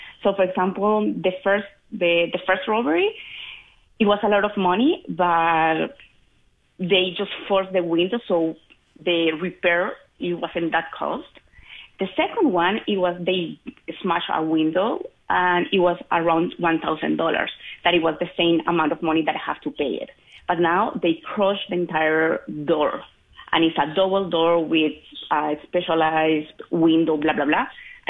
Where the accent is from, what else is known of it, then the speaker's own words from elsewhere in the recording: Colombia; English is a second language; moved away as an adult; now in Montreal, Canada; I'm from Colombia.